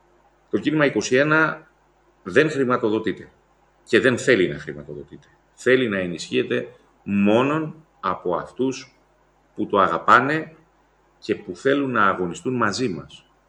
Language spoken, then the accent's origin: Greek; Epirus, Greece; moved away; Τα Γιάννενα είναι η πρωτεύουσα του νομού που είναι η πατρίδα μου.